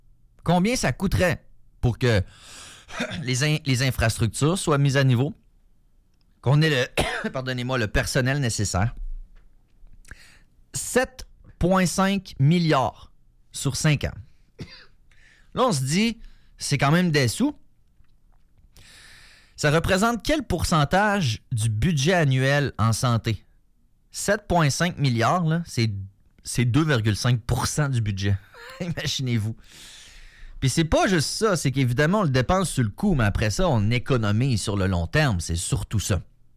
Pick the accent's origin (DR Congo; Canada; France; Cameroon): Canada; Quebec City, Quebec; born there